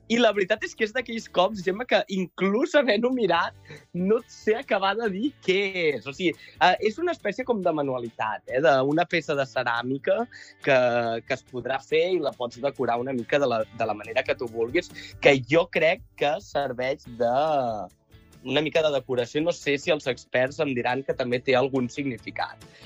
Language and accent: Catalan; Barcelona, Catalonia, Spain; que sóc de Barcelona